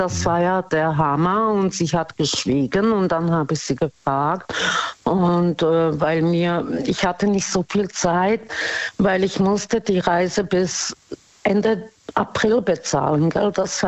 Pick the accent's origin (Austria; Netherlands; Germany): Germany; Karlsruhe, Baden-Württemberg; Ich komme aus Karlsruhe